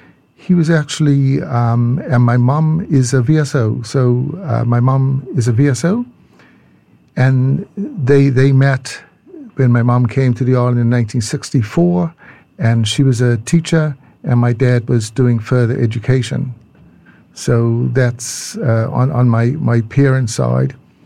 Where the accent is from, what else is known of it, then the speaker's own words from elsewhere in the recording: Jamestown, Saint Helena, St. Helena; So actually, I arrived on St. Helena when I was 6 weeks old. So I got there as soon as I could. And yes, growing up in Jamestown was great.